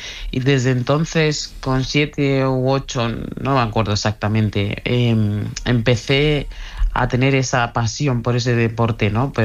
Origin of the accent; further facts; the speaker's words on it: Mali; moved away; cuando yo salí de Mali hace 15 años, las personas con albinismo pues éramos perseguidas